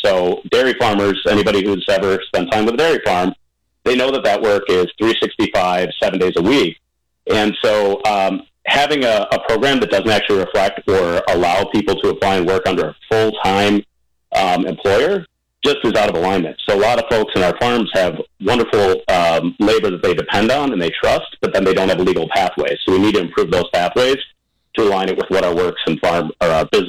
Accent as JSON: {"language": "English", "town": "Larsen", "region": "Wisconsin", "country": "United States", "tie": "born or raised there", "moved": "as an adult", "lives_now": "Ozaukee County, United States", "said": "my parents were working at a feed mill and a supper club when I was growing up in Larson, and now I live in Ozaukee County in the very southeast corner of the district."}